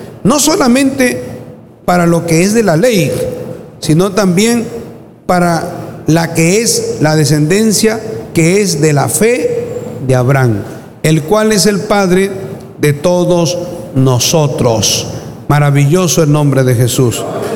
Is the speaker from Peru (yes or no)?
yes; Peru; Si nosotros estuviéramos viviendo en ese tiempo, nosotros como peruanos, los judíos nos dirían: estos son unos incircuncisos, paganos, gentiles.